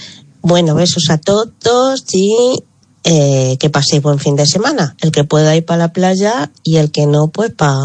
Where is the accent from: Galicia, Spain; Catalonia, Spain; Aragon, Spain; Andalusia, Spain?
Galicia, Spain; As Neves; de As Neves y aquí ando con un poquito de calor.